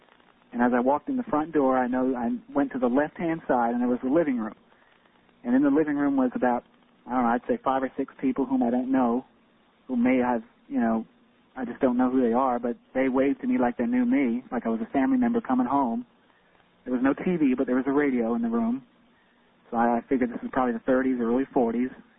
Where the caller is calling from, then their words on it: Charlotte, North Carolina, United States; Yeah, Charlotte area.